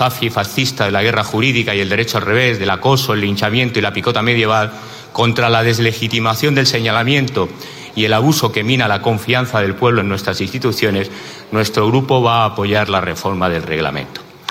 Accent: Granada, Andalusia, Spain; en mi tierra en Granada

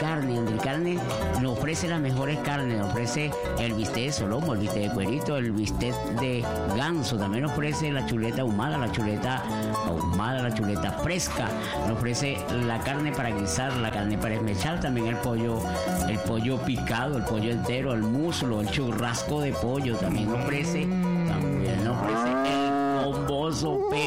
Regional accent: Apure, Venezuela; yo soy de Apure, tierra de Ramón Castillo

